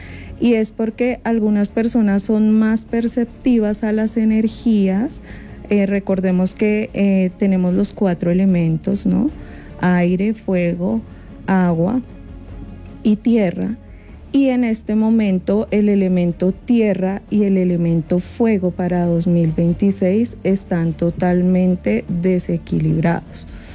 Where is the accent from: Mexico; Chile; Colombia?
Colombia; Casanare; Soy oriunda de Casanare, Llanera.